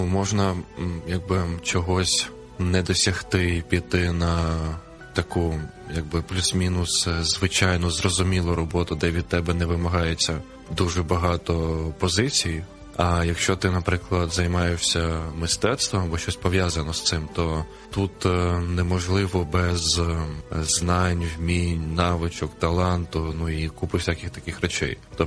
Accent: Kyiv, Ukraine; born there; Я народився в Києві, тут і живу.

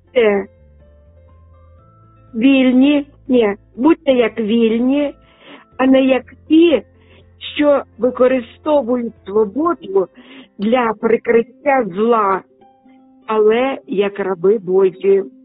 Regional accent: Sumy Oblast, Ukraine; moved away; на мою рідну Україну, на мою рідну Сумщину, в мою рідну церкву Різдва

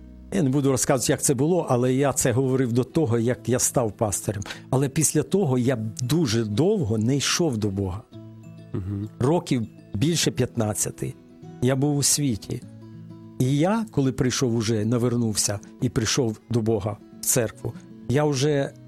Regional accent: Kyiv, Ukraine; born there; Я народився в Києві, в невіруючій сім'ї

